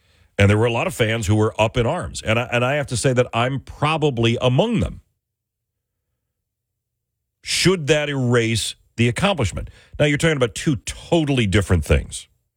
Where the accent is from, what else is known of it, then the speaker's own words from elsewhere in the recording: New York, United States; I grew up outside of Buffalo in a very rural town in western New York